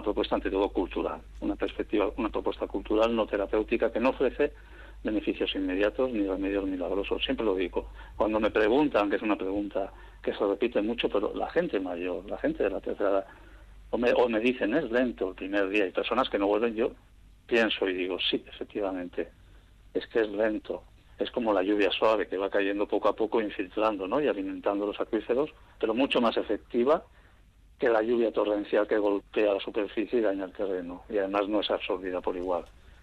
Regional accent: Bermeo, Basque Country, Spain; also born or lived in Barcelona; con mis raíces y con estos proyectos que me llevaron aquí a mi tierra, a Bermeo principalmente, donde fui a parar después de marchar de Barcelona.

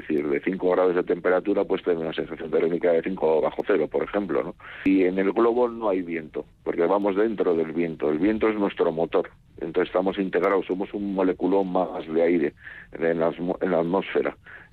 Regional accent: Bilbao, Basque Country, Spain

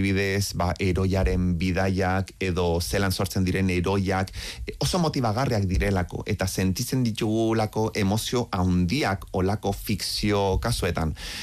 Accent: Chile; Ni txiletarra naiz, bai

